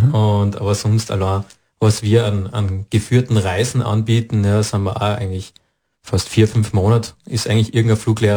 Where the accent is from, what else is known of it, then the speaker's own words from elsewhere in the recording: Austria; Und das stellt man sich natürlich als Österreicher immer recht spannend vor, immer in die hohen Berge unterwegs sein.